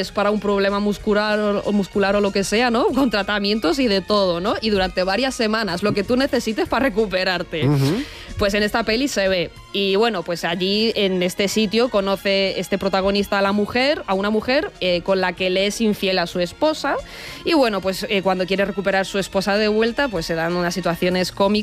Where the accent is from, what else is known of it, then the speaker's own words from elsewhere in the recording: Russia; Spanish is a second language; ya yo os digo, como rusa, que es un tipo de carácter que también existe en Rusia, ¿no?